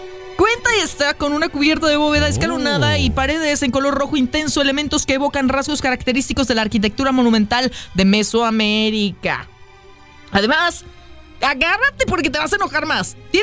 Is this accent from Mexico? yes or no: yes; Mexico; Pero si vamos nosotros como mexicanos y reclamamos territorio